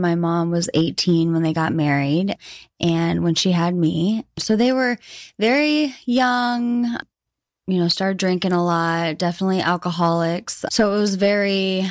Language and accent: English; Nikiski, Alaska, United States; I am born and raised in Alaska. In Nikiski, Alaska is where I grew up, and I am Tlingit Haida and Blackfoot and Cherokee Indian.